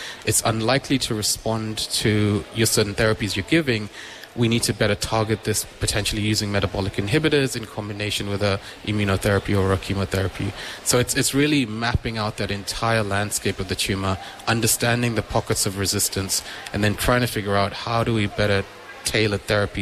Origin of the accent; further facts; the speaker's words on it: South Africa; now in Brisbane, Australia; It was 2 a.m. at a hospital, and I grew up in South Africa